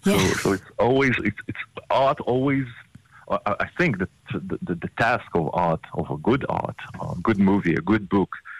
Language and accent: English; Ashdod, Southern District, Israel; English is a second language; I was born in Ashdod and lived in Ashdod